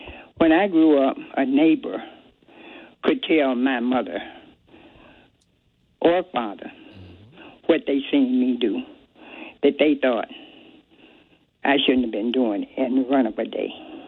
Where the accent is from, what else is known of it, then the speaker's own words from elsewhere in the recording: the South, United States; And I'm from the South. I was raised to care about how I did things.